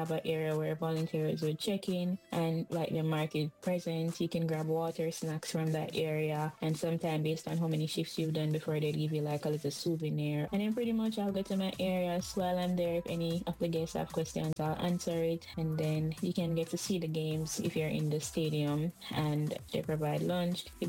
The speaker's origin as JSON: {"language": "English", "town": "Kingston", "country": "Jamaica", "also_born_or_lived": "St. Thomas, Jamaica", "moved": "as an adult", "lives_now": "Cincinnati, United States", "said": "I'm from Kingston and St. Thomas. I went to Holy Child High School. I also did my undergrad in Jamaica. I went to UWE and I moved abroad to do my master's."}